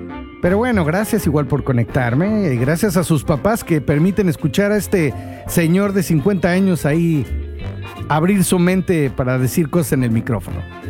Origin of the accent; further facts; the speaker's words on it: Cuautitlán Izcalli, State of Mexico, Mexico; now in Mérida, Mexico; Yo soy de un pueblito, bueno, no un pueblito, de un municipio que se llama Cuautitlán Izcalli, que está muy cerca de otro municipio que se llama Tultepec, donde se fabrican fuegos artificiales, todos artesanales.